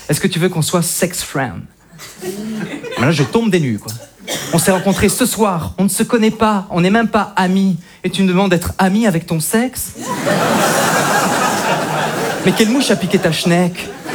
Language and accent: French; Belgium; Tu me plais beaucoup, hein, mais bon, je viens de Belgique, j'ai une éducation, j'ai des principes.